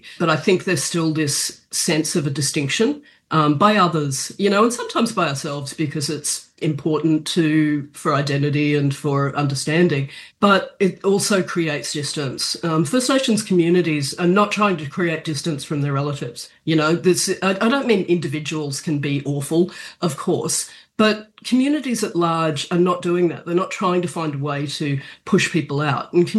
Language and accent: English; Australia; I grew up in various different countries around so-called Australia.